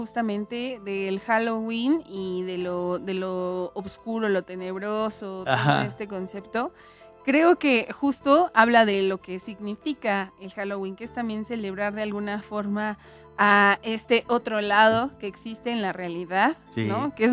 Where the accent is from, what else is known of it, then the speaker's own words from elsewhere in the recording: Mexico; que somos mexicanos